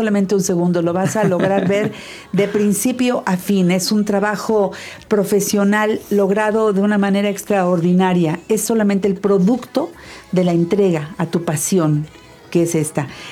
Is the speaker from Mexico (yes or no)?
yes; Mexico City, Mexico; Orgullosamente somos originarios de la Ciudad de México